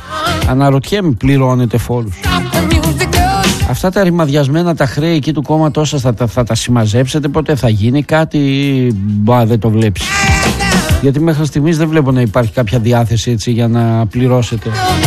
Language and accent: Greek; Greece; Εγώ ντρέπομαι που είμαι Έλληνας